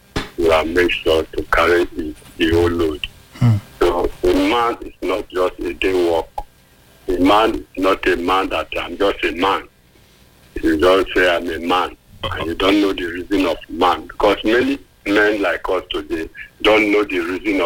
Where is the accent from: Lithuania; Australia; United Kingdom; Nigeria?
Nigeria; Ugbioko, Edo; from Ugbioko.